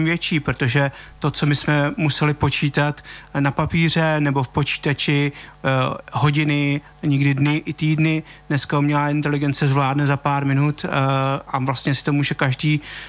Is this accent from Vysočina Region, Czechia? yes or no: yes; Jihlava, Vysočina Region, Czechia; moved away as an adult; also born or lived in Prague; now in Vienna, Austria; Já jsem z Jihlavy, studoval jsem pak v Praze a potom jsem byl rok v Číně na univerzitě na postdoku